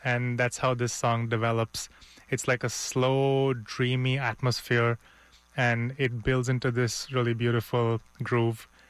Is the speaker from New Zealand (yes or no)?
no; India; moved away as an adult; also born or lived in Canada / Germany; my music growing up in India, my jazz studies in Canada and Germany